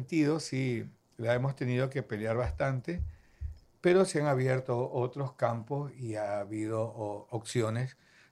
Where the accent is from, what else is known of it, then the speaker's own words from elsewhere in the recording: Guayaquil, Guayas, Ecuador; Un barrio popular, era Abel Castillo y Venezuela.